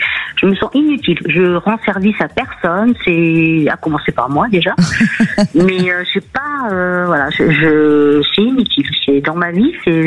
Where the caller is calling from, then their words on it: Tours, Centre-Val de Loire, France; Je vous appelle de Tours, dans le 37.